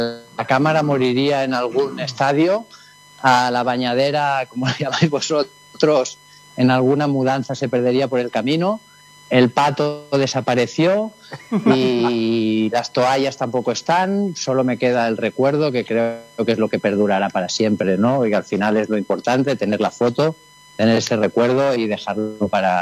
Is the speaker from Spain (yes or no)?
yes; Catalonia, Spain; Sí, sí, como catalanes es algo que se nos pone la piel de gallina, ¿no?